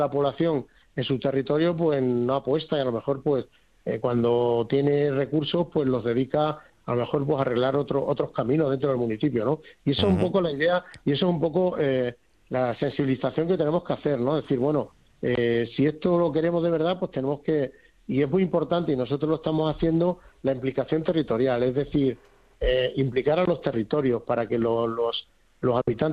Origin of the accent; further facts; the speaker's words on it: Guadalupe, Extremadura, Spain; Ya no solo por las personas que somos de Guadalupe, que queremos a Guadalupe, sino un poco por lo que representa, ¿no?